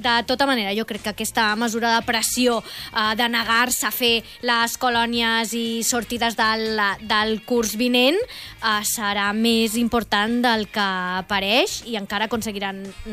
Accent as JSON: {"language": "Catalan", "region": "Balearic Islands", "country": "Spain", "said": "jo sóc molt mallorquina."}